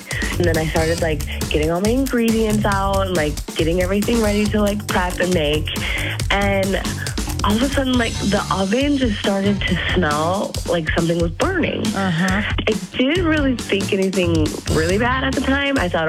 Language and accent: English; Madison, Wisconsin, United States; I'm from Madison and I need to learn how to use an oven apparently.